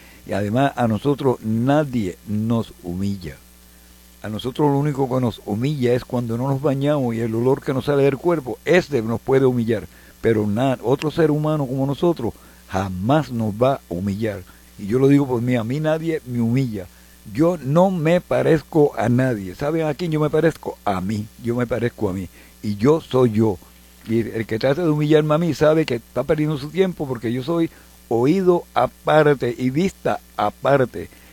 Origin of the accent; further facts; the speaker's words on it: Puerto Rico; Nosotros nos parecemos a nosotros, boricuas de pura cepa, ¿ok? Para que lo sepa, yo soy boricua